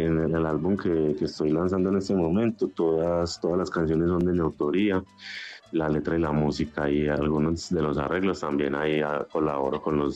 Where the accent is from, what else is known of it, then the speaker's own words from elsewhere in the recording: Medellín, Antioquia, Colombia; also born or lived in Itagüí; yo nací en Itagüí y toda la vida, pues casi la mayoría del tiempo, pues de mi infancia y mi adolescencia lo viví en el barrio Guayabal, por la Raya, el Bolo, San Rafael, todo ese sector de ahí de Medellín que limita con Itagüí.